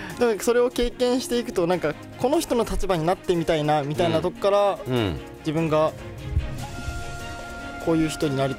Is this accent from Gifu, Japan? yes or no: no; Okayama, Japan; 年齢は26歳、岡山出身です。